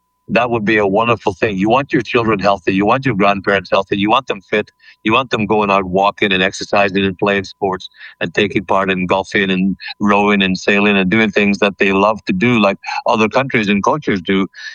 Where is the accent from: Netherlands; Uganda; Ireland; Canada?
Ireland; now in United States; I'm an Irish citizen, as you know, though I'm living in the United States and have been so for 20 plus years.